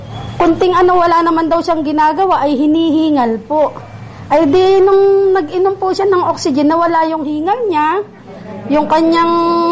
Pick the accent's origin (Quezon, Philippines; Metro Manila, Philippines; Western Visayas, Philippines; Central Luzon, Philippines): Quezon, Philippines; Lopez; Hondagua po. Hondagua ng? Quezon. Lopez Quezon po.